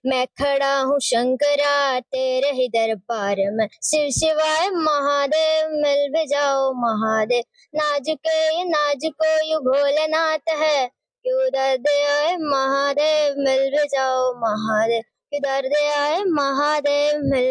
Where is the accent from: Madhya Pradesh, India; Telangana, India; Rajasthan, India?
Rajasthan, India; Mandar; मैं class seventh में पढ़ती हूँ, मेरा गांव मंडार है।